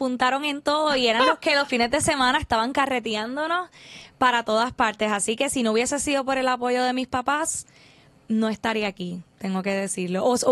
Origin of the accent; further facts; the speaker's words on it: Barranquitas, Puerto Rico; Y yo soy de Barranquitas, nacida y criada.